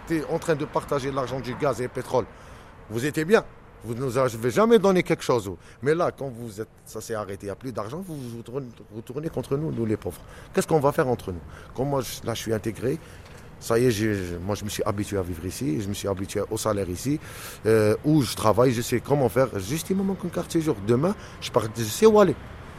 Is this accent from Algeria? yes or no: yes; Algeria; French is a second language; moved away as an adult; now in France; je suis algérien